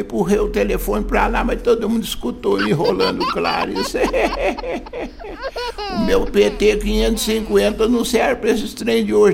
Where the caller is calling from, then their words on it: Minas Gerais, Brazil; E a torre daqui atende Divinópolis, tá perto de Santo Antônio do Monte.